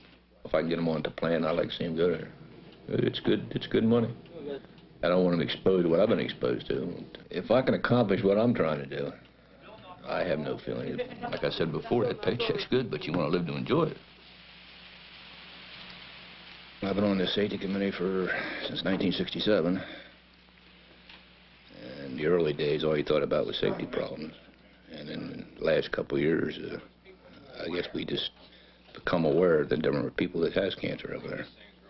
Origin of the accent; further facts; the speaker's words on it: Carmel, United States; born there; Well, I was born in Carmel on the 30th of January, 37. My dad, he's all born and raised in Carmel.